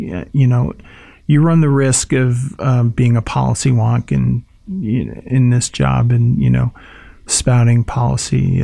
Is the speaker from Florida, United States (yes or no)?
no; Fayetteville, New York, United States; Yes. Well, I grew up in Fayetteville, actually.